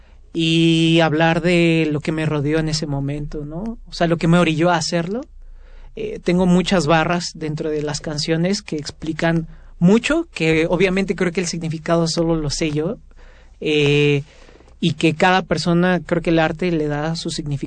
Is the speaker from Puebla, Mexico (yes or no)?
yes; Puebla, Mexico; allá en Puebla, de donde soy